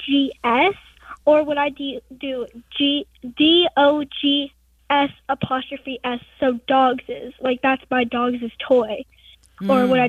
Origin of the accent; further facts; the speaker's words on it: Omaha, Nebraska, United States; I'm from Omaha, Nebraska.